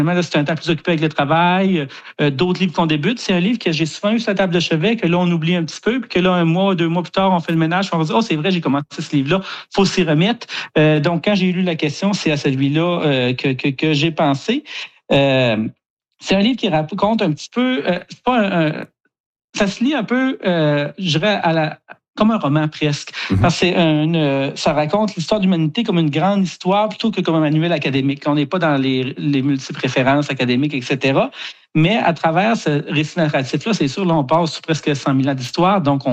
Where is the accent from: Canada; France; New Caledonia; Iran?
Canada; Kedgewick, New Brunswick; born or raised there